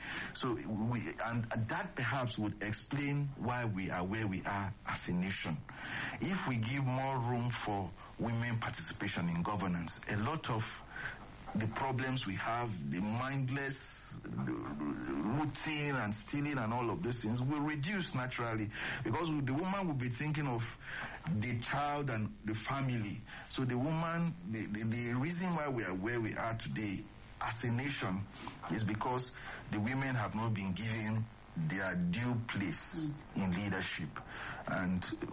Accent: Benue, Nigeria; in my state, I come from Benue State

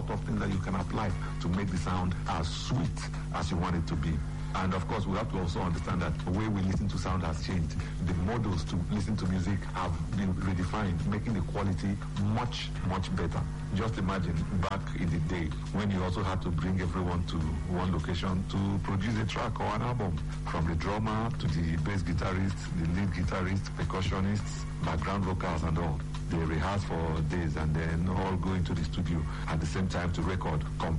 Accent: Nigeria; Growing up in Nigeria in the 80s

